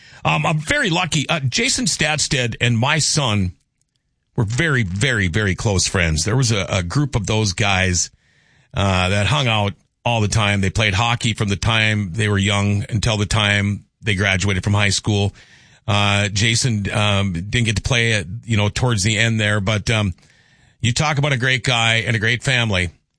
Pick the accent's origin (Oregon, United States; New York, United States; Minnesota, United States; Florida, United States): Minnesota, United States; Thief River Falls; born there; also born or lived in Crookston, Minnesota; I said I consider Thief River Falls my hometown. I live between Crookston and Gently up until the time I moved to Thief River.